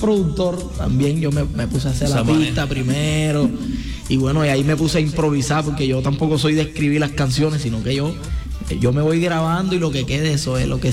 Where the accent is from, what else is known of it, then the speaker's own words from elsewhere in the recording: Sincelejo, Sucre, Colombia; Yo soy de El Salvador.